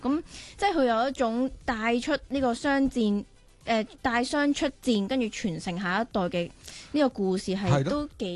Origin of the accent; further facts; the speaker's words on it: Hong Kong; 我哋香港嘅运动员